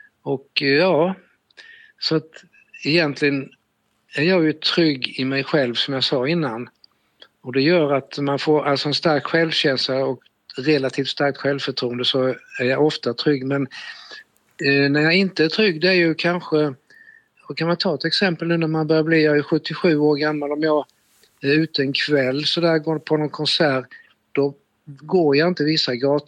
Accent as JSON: {"language": "Swedish", "region": "Småland", "country": "Sweden", "moved": "yes", "said": "Och jag kom ju från Småland från början då och i Smålands stenar."}